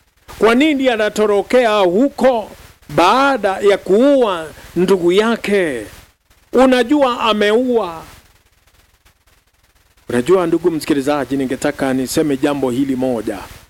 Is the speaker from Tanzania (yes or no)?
no; Kenya; Hata sisi wa Kenya tujihadhari.